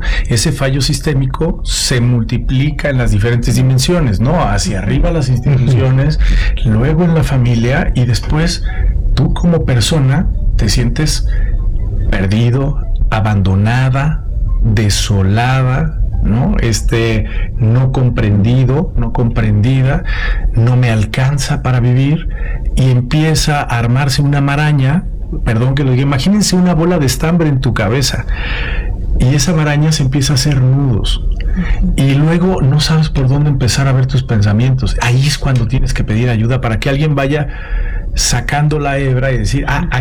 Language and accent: Spanish; Mexico; yo soy mexicano, yo aguanto